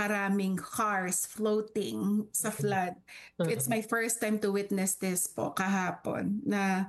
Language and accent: Tagalog; Marikina, Metro Manila, Philippines; now in Barrie, Canada; It reminded me of my childhood back in the days na every year po talaga we experience baha sa Marikina.